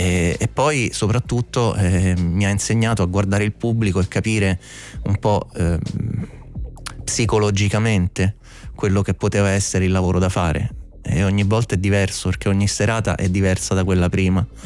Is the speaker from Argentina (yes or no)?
no; Apulia, Italy; io sono pugliese e questa è la ragione per cui questo lavoro si orienta poi sul folk e sul, diciamo, va a recuperare le origini della taranta, della pizzica, che sono tutte musiche con cui io sono cresciuto da piccolo.